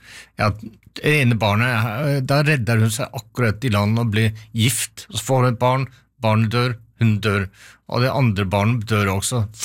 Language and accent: Norwegian; Seljord, Telemark, Norway; Jeg kommer fra en liten plass i Seljord, og jeg kommer litterært fra Frankrike, og også England og andre steder